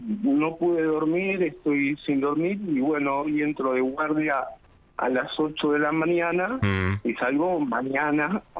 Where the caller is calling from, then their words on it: Exaltación de la Cruz, Buenos Aires Province, Argentina; De Exaltación de la Cruz.